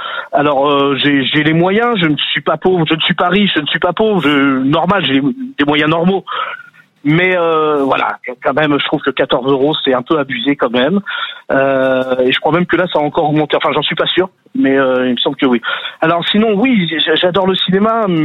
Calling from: Paris, Île-de-France, France; moi je suis à Paris

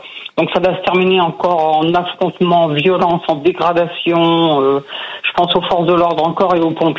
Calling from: Saint-Médard-en-Jalles, Nouvelle-Aquitaine, France; Donc je suis à côté de Bordeaux, là dans une petite ville là, qui s'appelle Saint-Médard-en-Jalles.

